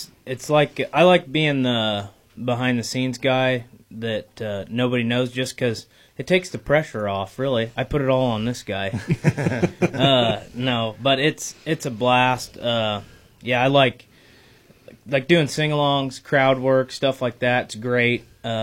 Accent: Leon, Iowa, United States; I'm from Leon.

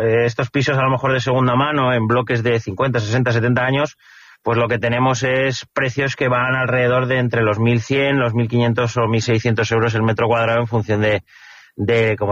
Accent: Madrid, Community of Madrid, Spain; born there; now in Calatayud, Spain; Yo no soy de Calatayud, originario de Calatayud. Sí que tenía familia y yo realmente he nacido en Madrid. Llevo aquí aproximadamente pues casi 10 años

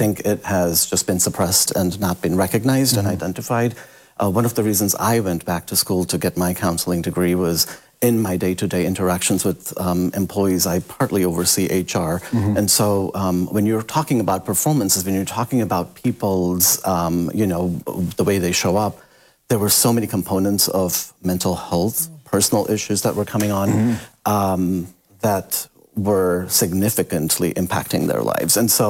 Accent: India; Yeah, I'm Indian by origin.

